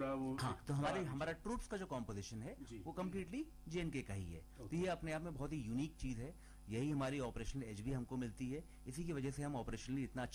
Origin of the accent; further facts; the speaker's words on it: Lucknow, Uttar Pradesh, India; جی میں مولتا لکھنؤ کا رہنے والا ہوں, and I come from اکیڈمکلی oriented family